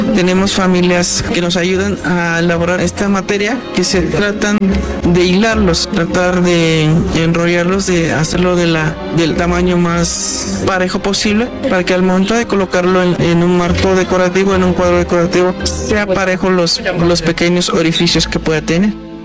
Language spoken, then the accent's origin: Spanish; Puebla, Mexico; Nosotros venimos de la Sierra Norte de Puebla, en los límites de Puebla Hidalgo, y en nuestra comunidad nos dedicamos a hacer lo que es el papel amate.